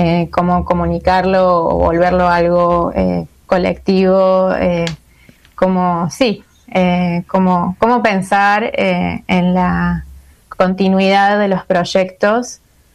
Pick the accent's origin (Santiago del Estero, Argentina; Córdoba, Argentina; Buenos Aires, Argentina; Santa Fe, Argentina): Córdoba, Argentina; Yo soy de Córdoba, que es en el centro del país. Es una zona sin mar y con muchas montañas, rodeado de montañas.